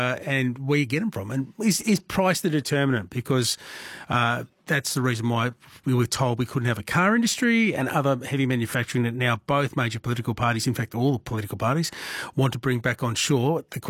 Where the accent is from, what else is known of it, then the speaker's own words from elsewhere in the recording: Broadmeadows, Victoria, Australia; Well, I grew up in a factory town. I grew up in Broadmeadows where factories were king.